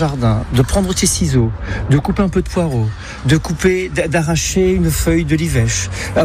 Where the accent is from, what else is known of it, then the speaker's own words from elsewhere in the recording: Grand Est, France; parce que je suis alsacien et mon retour en Alsace me pousse vers le magui.